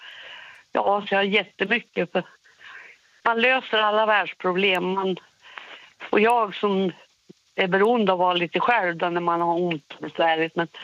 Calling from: Filipstad, Värmland, Sweden; Hemma i Värmland.

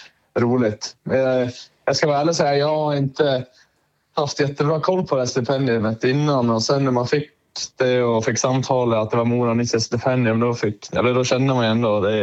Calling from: Oxberg, Dalarna County, Sweden; Just nu är jag hemma i Oxberg.

